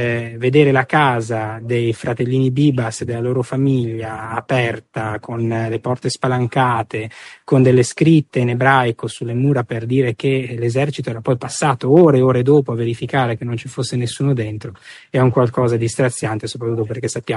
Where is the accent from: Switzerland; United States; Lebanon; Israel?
Israel; Nir Oz, Southern District